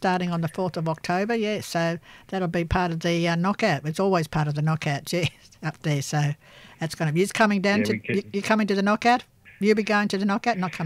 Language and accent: English; Queensland, Australia; Yeah, I'm from Queensland.